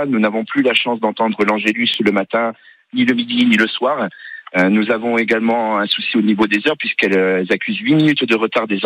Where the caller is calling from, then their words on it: Venaco, Corsica, France; Moi, je vous appelle de Venaco